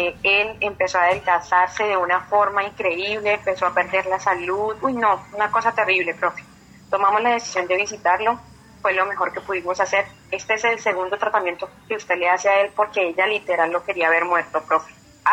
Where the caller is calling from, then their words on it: Turbo, Antioquia, Colombia; Turbo Antioquia.